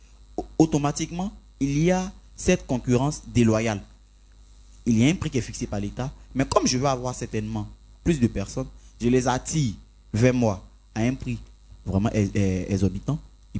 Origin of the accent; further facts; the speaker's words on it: Côte d’Ivoire; chez nous, en Côte d'Ivoire